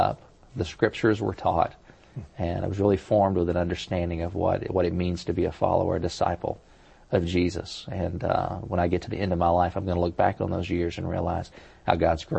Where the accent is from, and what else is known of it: Lexington, United States; born or raised there